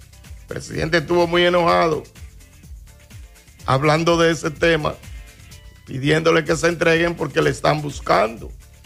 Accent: Moca, Espaillat, Dominican Republic; pues déjame darle fuerza al asunto que soy de Moca.

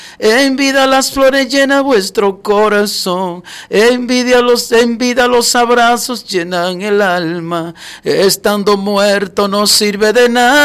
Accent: Moca, Espaillat, Dominican Republic; Que es en mi tierra.

